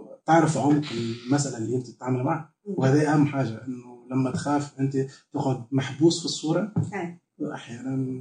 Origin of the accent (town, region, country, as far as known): Tunisia